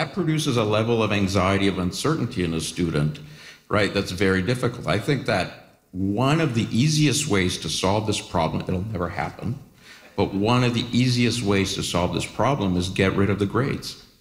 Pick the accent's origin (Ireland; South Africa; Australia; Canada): Canada; now in United States; Well, it's even more complicated than that, because I'm a Canad